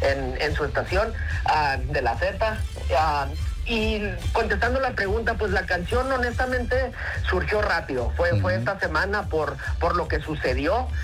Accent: Mexico; los mexicanos

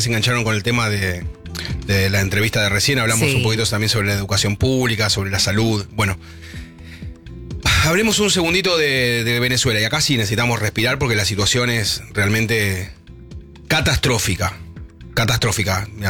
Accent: González Catán, Buenos Aires Province, Argentina

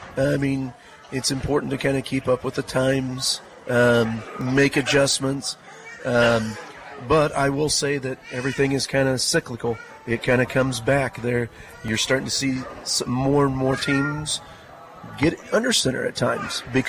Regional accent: Indiana, United States; moved away; doing it kind of back in my hometown there.

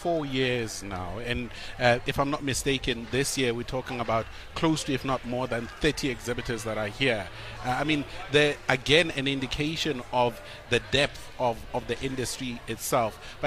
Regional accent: South Africa; us as South Africans

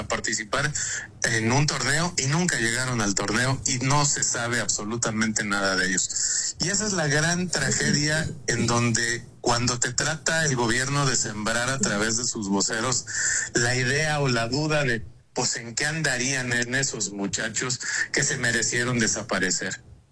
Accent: Mexico; mal como mexicano.

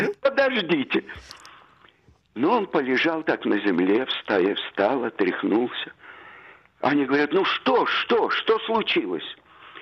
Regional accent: Odesa, Odesa Oblast, Ukraine; born there; also born or lived in Saint Petersburg, Russia / Moscow, Russia; в Одессе, в которой я родился, или в Питере, где я учил режиссуру, или в Москве, где я жил и работал в театрах

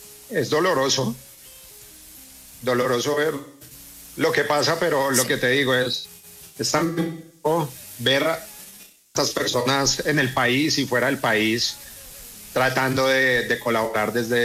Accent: Bogotá, Colombia; now in Cali, Colombia; Bueno, primero, yo soy de Bogotá, pero amo Cali, me fui muy joven para allá y es una ciudad que me abrió las puertas

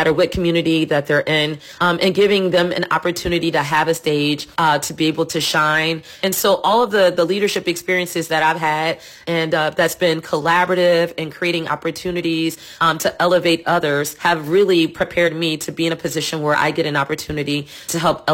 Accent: New Orleans, Louisiana, United States; born or raised there

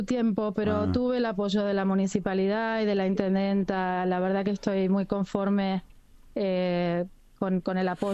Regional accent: Buenos Aires, Argentina; now in United States; Soy de Congreso, Buenos Aires.

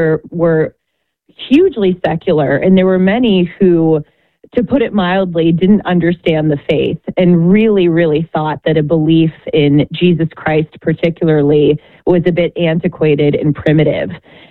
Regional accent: Los Angeles, California, United States; I was a pretty left-wing, again, growing up in Los Angeles and just having that as my milieu, if you will.

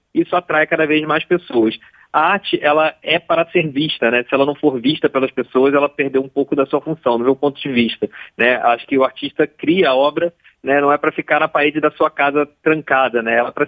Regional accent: Rio de Janeiro, Brazil; um pouco da nossa função enquanto brasileiros, né, daqui do Rio de Janeiro e de Niterói

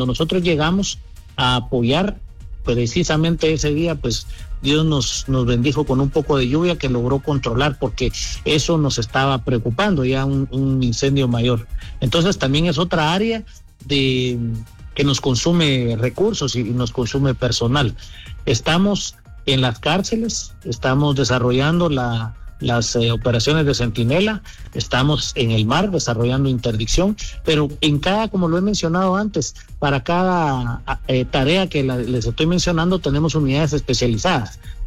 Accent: Guatemala

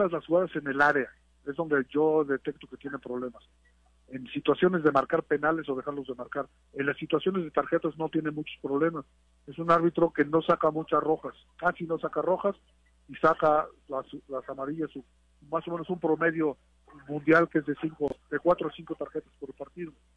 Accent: Mexico

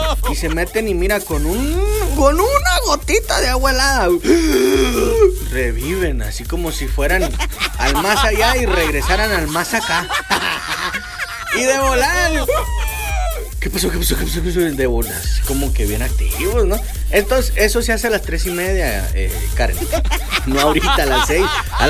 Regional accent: Mexico; que no se note que soy mexicano

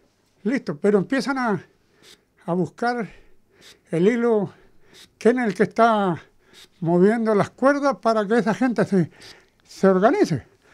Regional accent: Chile; moved away as an adult; now in Australia

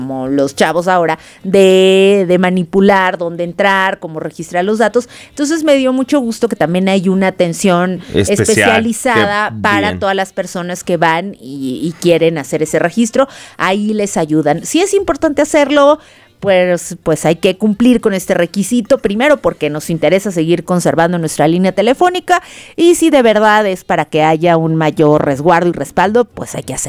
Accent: Mexico; somos los mexicanos

